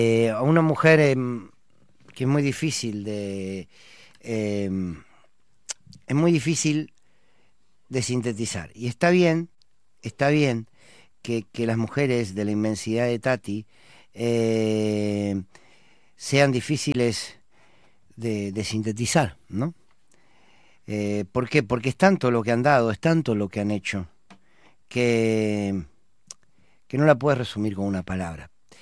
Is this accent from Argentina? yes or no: yes; Argentina; sabemos cómo somos los argentinos